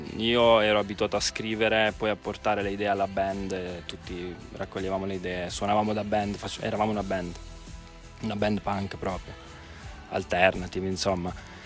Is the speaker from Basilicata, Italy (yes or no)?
yes; Policoro, Basilicata, Italy; del bosco del mio paese, che si chiama Bosco Pantano